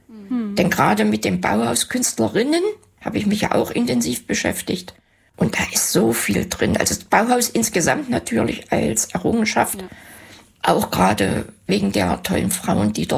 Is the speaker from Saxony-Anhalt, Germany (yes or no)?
yes; Saxony-Anhalt, Germany; also born or lived in Halle; Ich bin zwar in Halle geboren, aber im Umland aufgewachsen